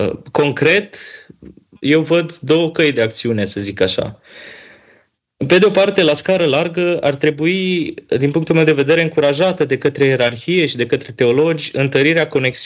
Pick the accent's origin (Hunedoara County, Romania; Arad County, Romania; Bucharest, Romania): Hunedoara County, Romania; Deva; Eu deloc sunt din Deva